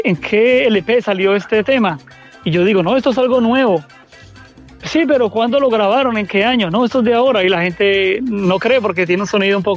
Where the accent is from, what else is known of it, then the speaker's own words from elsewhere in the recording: Colombia; moved away; ellos pensaban que era mentira, porque todos son cubanos y yo, ajá, soy el único colombiano.